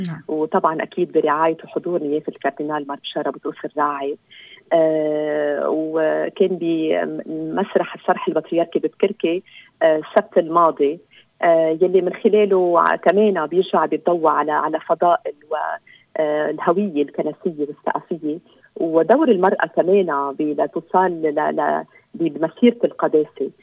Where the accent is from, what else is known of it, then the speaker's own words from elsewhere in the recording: Lebanon; ونحن يعني بلدنا لبنان هيدا يعني روحنا